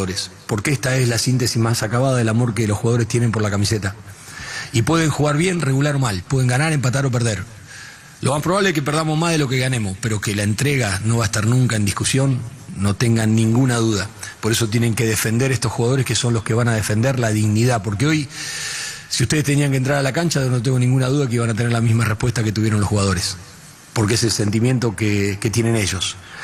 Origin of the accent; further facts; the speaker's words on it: Argentina; Y esto se los dije a los jugadores como argentino. Le digo, miren, yo le voy a decir una cosa como argentino